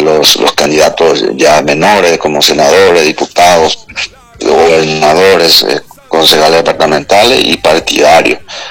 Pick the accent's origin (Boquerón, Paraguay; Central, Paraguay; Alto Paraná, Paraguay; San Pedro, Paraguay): San Pedro, Paraguay; San Estanislao; mi agradecimiento a mi pueblo, Santaní, mi familia, mis amigos